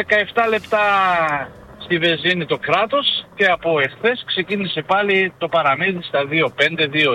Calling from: Germany; Εδώ δεν είναι καλύτερα, εδώ είναι χειρότερα πλέον στη Γερμανία.

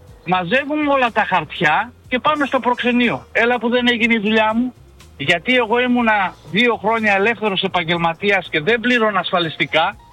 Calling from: Germany; Εδώ δεν είναι καλύτερα, εδώ είναι χειρότερα πλέον στη Γερμανία.

